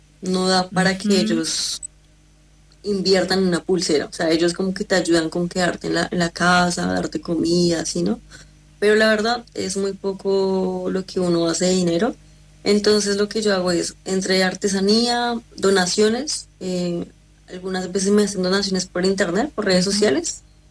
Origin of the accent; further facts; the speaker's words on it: Colombia; moved away; soy de Colombia, estoy viajando en bici